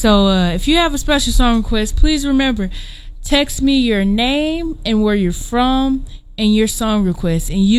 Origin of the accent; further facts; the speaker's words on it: Texas, United States; moved away; I'm from Texas, as you some of you know, and it is hot, but it's not as bad.